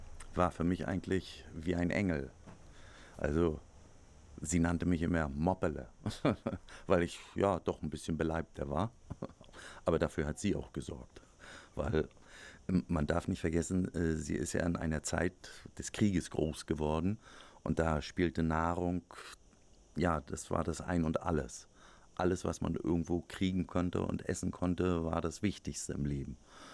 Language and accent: German; Rügen, Mecklenburg-Vorpommern, Germany; Ich bin ja auf Rügen in einem Reservat groß geworden, in einem Naturreservat.